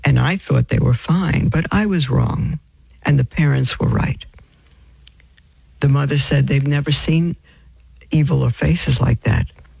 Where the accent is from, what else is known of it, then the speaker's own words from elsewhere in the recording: New York City, New York, United States; when I was growing up in Brooklyn in my Jewish home